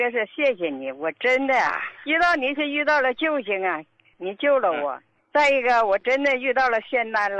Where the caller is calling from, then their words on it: Harbin, Heilongjiang, China; 哎，还不知道你记不记得我了，我是哈尔滨的患者。